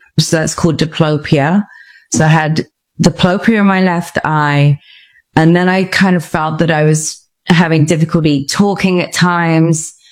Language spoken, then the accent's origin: English; Stratford-upon-Avon, West Midlands, United Kingdom; moved away as an adult; also born or lived in Mexico; go back to England, because I'm obviously from Stratford-upon-Avon in England. You can tell by my accent. And so I decided to go home to England